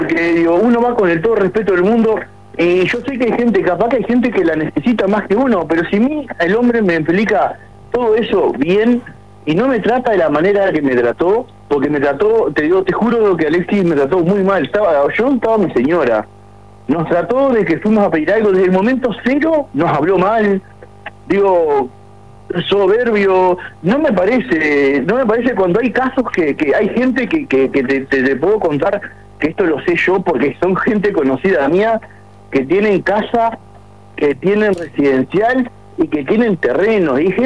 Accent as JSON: {"language": "Spanish", "region": "Maldonado", "country": "Uruguay", "tie": "born or raised there", "said": "Yo soy oriundo de Maldonado, viví toda la vida acá, nacido y criado"}